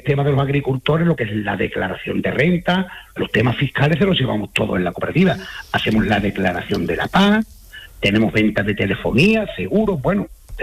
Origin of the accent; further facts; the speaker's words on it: Villanueva de San Juan, Andalusia, Spain; somos de la Sierra Sur de Sevilla, y somos un pueblo muy desconocido, ¿sabes?